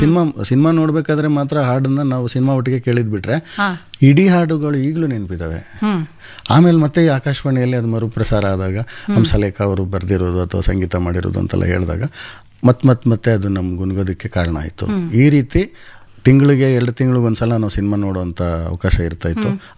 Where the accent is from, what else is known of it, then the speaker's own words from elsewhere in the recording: Kodihalli, Karnataka, India; now in Bengaluru, India; ನಮ್ಮದು ಕನಕಪುರ ಹತ್ರ ಕೋಡಿಹಳ್ಳಿ ಅಂತ ಒಂದು ಊರು, ಅಲ್ಲಿ ಒಂದು ಟೆಂಟ್ ಇತ್ತು ವಿನಾಯಕ ಅಂತ.